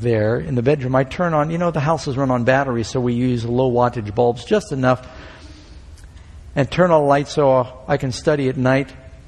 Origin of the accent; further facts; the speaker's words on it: New York City, New York, United States; moved away; I remember growing up in New York City